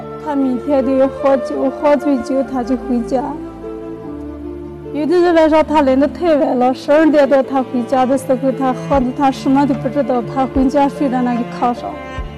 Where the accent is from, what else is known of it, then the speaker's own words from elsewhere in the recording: Gansu, China; 我是甘肃的。